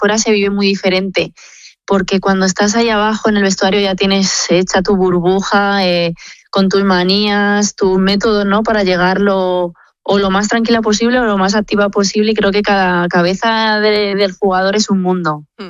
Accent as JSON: {"language": "Spanish", "region": "Community of Madrid", "country": "Spain", "said": "no soy de Cipozuelos, pero al final sigue siendo Madrid y sigo siendo madrileña."}